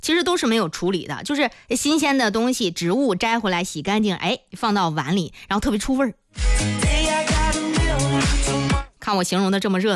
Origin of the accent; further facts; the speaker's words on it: Zhengding, Hebei, China; 作为河北正定人啊，正定还是我的老家